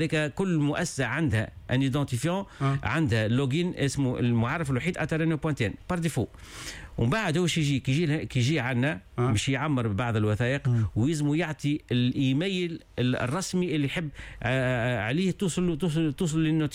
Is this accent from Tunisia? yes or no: yes; Tunisia; الخبره عندنا في تونس هنا موجوده